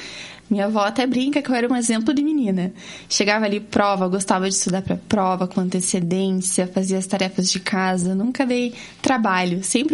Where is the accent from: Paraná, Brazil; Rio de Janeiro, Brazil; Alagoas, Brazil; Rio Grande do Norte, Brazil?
Paraná, Brazil; Curitiba; born there; Sou daqui de Curitiba.